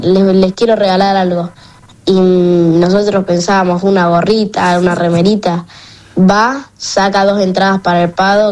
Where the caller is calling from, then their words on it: Río Gallegos, Santa Cruz, Argentina; Vivo en Río Gallegos, en la provincia de Santa Cruz, cerca de Calafate.